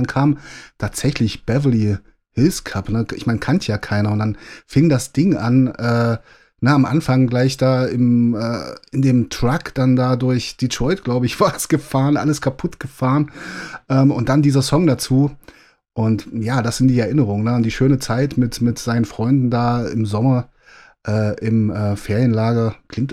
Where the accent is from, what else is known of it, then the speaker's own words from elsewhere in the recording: East Germany, Germany; als Kind in der DDR